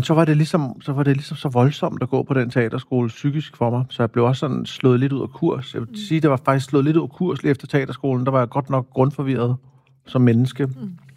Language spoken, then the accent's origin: Danish; Greece; now in Denmark; Det er også en hilsen til min barndom i Grækenland.